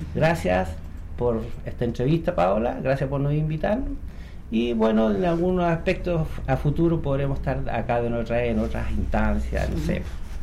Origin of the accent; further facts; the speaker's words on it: Los Lagos, Los Ríos, Chile; yo soy nacido y criado en Los Lagos. Amo esta comuna.